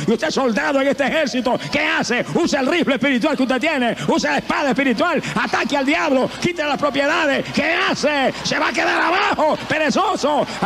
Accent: Camuy, Puerto Rico; born or raised there

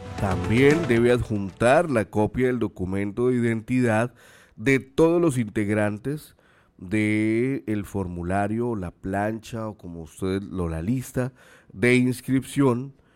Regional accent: Arauquita, Arauca, Colombia; como arauquiteño, llaneros del Piedemonte, pero llaneros al fin y al cabo

